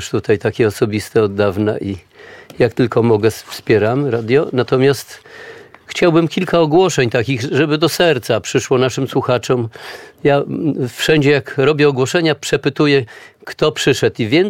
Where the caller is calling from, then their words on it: Warsaw, Masovian Voivodeship, Poland; sami widzimy jako warszawiacy